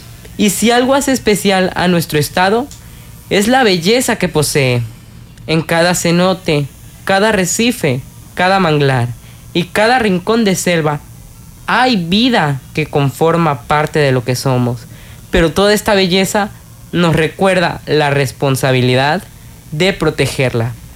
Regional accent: Quintana Roo, Mexico; el orgullo de pertenecer a Quintana Roo. Porque Quintana Roo es más que un territorio, es una parte de quienes somos.

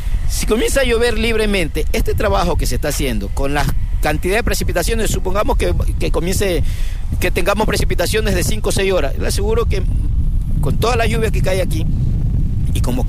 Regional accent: Ecuador; Sí, mi corazón siempre va a ser que nosotros como ecuatorianos vamos a clasificar, vamos a pasar la fase

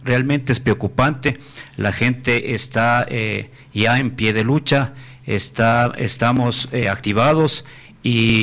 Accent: Penipe, Chimborazo, Ecuador; hoy me he puesto al frente de mi pueblo, de mi parroquia, para defender los recursos que nos corresponde por derecho y por ley.

